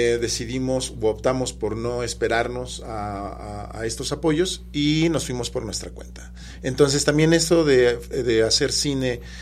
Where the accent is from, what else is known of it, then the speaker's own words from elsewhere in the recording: Puebla, Mexico; yo soy de Puebla, en realidad.